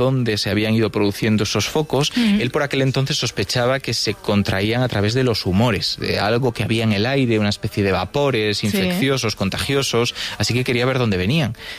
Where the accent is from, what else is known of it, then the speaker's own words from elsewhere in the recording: Galicia, Spain; Soy gallego, así que no se trata de ningún tipo de discriminación hacia Coruña